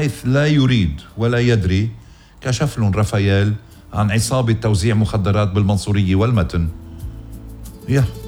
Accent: Lebanon; من ضيع وطننا لبنان

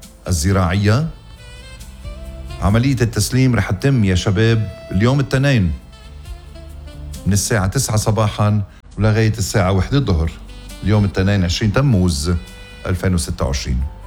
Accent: Ghazir, Keserwan-Jbeil, Lebanon; أنا بضلني أقول ضيعتي غزير، ضيعتي مطرح ما ولدت الحدد ومسقط رأسي غزير

